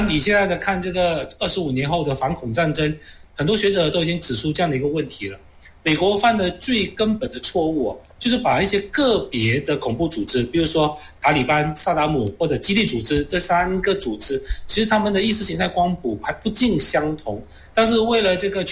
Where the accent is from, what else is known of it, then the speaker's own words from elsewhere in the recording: Malaysia; 从我们马来西亚人的了解的语境